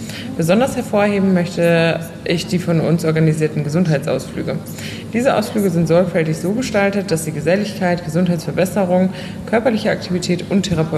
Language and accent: German; Sarajevo, Federation of Bosnia and Herzegovina, Bosnia & Herzegovina; German is a second language; Ich wurde 1953 geboren und bin 73 Jahre alt. Ich bin in Sarajevo geboren und lebe immer noch dort.